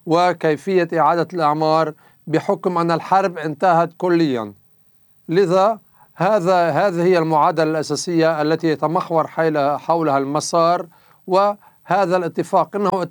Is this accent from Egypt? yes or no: no; Lebanon